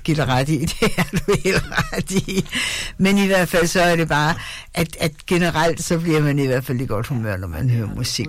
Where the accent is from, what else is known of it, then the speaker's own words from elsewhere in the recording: Fredericia, Region of Southern Denmark, Denmark; Jeg er jøde, ja. Jeg er fra Fredericia.